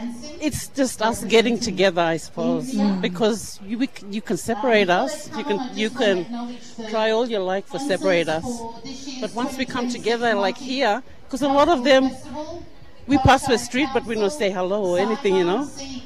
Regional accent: Queensland, Australia; I'm from Torres Strait

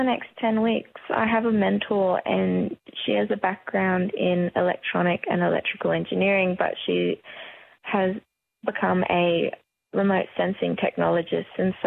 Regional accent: Broome, Western Australia, Australia; also born or lived in Perth; I grew up in Broome for a large portion of my life. After I was born in Boorloo, Perth, we made the very big journey up the coast of WA, and I spent from pre-primary all the way up to about year 8 there.

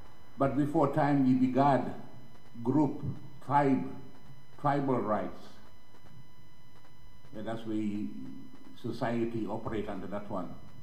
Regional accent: Badu Island, Queensland, Australia; I'm from Wakai tribe on Badu Island.

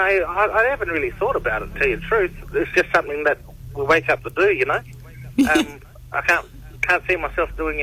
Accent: Western Australia, Australia; My mob is the Noongar mob in the southwest of Western Australia. I got ties to Whadjuk, Ballardong and Wynundi and Newark. So I'm pretty much spread right across Noongar country.

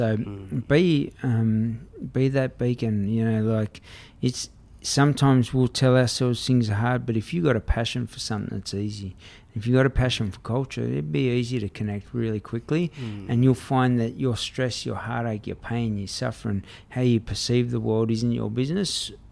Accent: Sydney, New South Wales, Australia; also born or lived in Walgett; I grew up in Redfern

